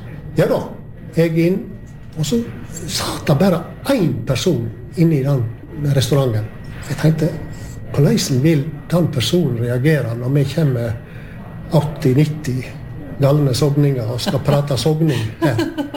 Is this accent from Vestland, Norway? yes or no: yes; Gaupne, Vestland, Norway; jeg kommer jo ifra Gaupne.